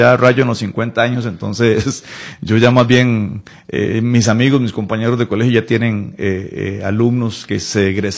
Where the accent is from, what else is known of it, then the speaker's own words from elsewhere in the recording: Palmares, Alajuela, Costa Rica; Soy costarricense. Soy costarricense. Soy de la zona occidente, muy específicamente de Palmares.